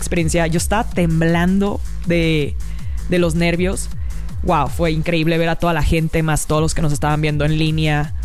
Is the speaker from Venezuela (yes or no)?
no; Sinaloa, Mexico; yo soy de Sinaloa